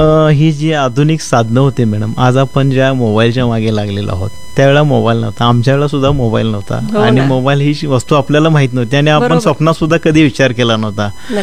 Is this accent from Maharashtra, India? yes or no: no; Belagavi, Karnataka, India; माझा जन्म इथं बेळगाव मध्ये झालेला आहे.